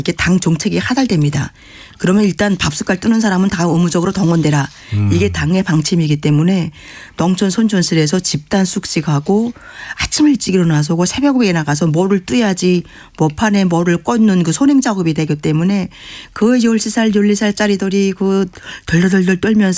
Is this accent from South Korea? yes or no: no; Pyongan, North Korea; 저는 평안도가 출신이지만 저희 아버님이 함경도 출신이고.